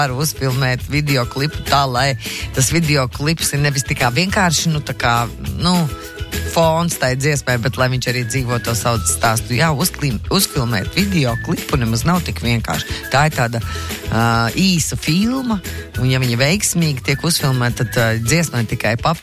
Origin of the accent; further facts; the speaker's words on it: Jūrmala, Latvia; Nē, es saku čīkst, tāpēc, ka es no Jūrmalas, un Jūrmalā tā vasara atnāk un bišķi lēnāk.